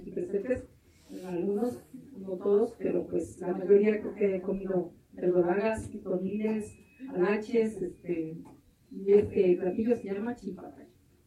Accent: Mexico; Yo vengo del municipio de Puente Bonilla, de un pueblo de la ciudad que es San Gabriel Metosca, que significa dos conejos.

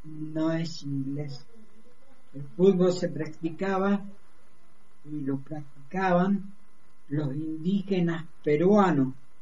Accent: Argentina; also born or lived in Brazil; No, yo soy argentino.

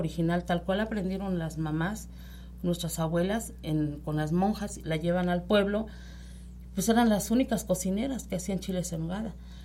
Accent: Mexico; born there; hacer algo por mi comunidad, para aprovechar todo lo que Ixtapopo nos da, todo lo que nos da Sierra Nevada

